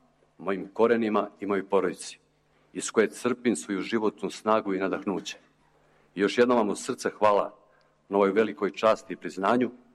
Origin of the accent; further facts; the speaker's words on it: Berane, Berane Municipality, Montenegro; moved away; Iz Berana sam otišao davne 85. ali Berane iz mene nije, niti će ikada. Satkan sam od uspomena i iskustva koje mi je s ljubavlju ovaj grad darivao.